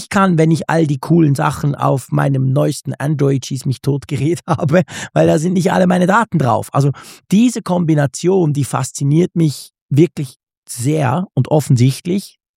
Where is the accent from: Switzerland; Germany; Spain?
Switzerland; Also ich bin ja hier als Schweizer quasi mit meinem Schweizer Apple-Account drin